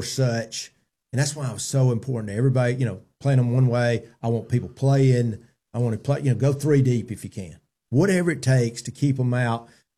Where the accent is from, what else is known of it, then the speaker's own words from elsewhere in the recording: Ohatchee, Alabama, United States; moved away; also born or lived in Piedmont, Alabama; I came from a small school. You know, I grew up in Ohatchee and Piedmont.